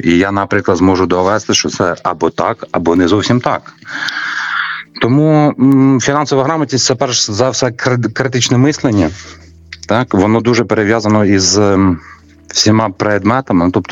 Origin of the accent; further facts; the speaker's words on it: Krasnokutsk district, Kharkiv Oblast, Ukraine; я родом із маленького села в 300 людей із Харківської області.